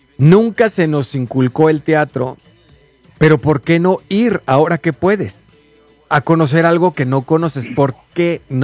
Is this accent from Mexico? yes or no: yes; Morelos, Mexico; now in Denver, United States; de donde yo soy, de Morelos